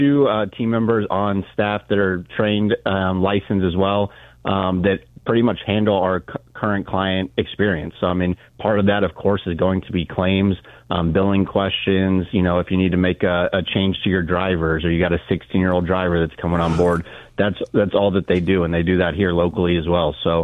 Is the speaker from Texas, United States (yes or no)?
yes; Dallas, Texas, United States; now in Springfield, United States; I grew up in Dallas, Texas, so I dealt with a lot of heat, so I'm a little more used to it, maybe.